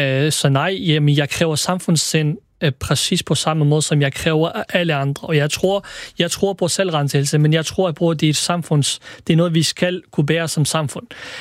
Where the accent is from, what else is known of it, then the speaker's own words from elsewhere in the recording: Iraq; now in Denmark; jeg er født og opvokset i Irak, men jeg er dansk i hjertet, og jeg føler mig ikke mindre dansk end alle andre ude i samfundet.